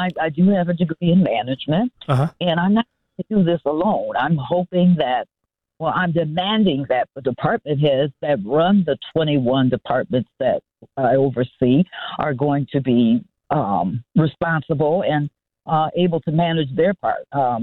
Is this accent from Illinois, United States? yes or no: yes; Joliet, Illinois, United States; as they say, born and raised in Joliet. I went to school here and went to college here, raised my family here